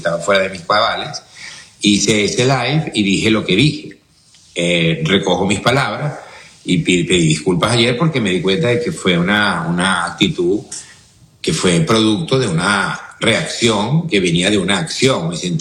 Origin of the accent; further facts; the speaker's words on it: Barquisimeto, Lara, Venezuela; born there; Yo nací en Venezuela, en la ciudad de Barquisimeto, y soy venezolano de nacimiento. Y por herencia, mi padre nació en Italia hace algunos años. Nos otorgó a sus hijos la nacionalidad italiana.